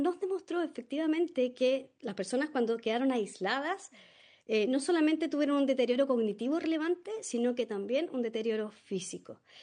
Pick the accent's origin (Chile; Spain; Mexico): Chile